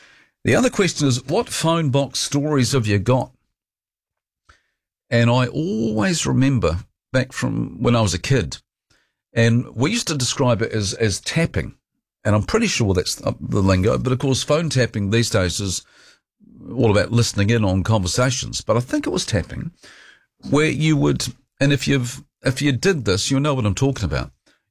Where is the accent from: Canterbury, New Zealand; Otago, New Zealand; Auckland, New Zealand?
Otago, New Zealand; Dunedin; growing up in Dunedin in the 1970s when I was